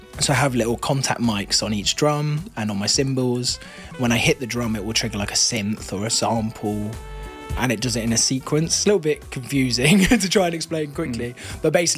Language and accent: English; South East England, United Kingdom; moved away as an adult; now in London, United Kingdom; I grew up in the New Forest. It's not a jazz scene in the New Forest. So I never had a jazz lesson. Yeah, I moved to London when I was 19.